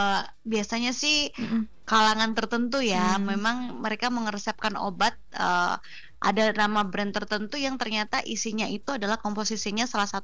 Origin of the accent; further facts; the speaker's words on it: Malang, East Java, Indonesia; moved away as an adult; now in Malaka, Indonesia; Kalau saya sendiri asalnya dari Malang, dari Jawa Timur.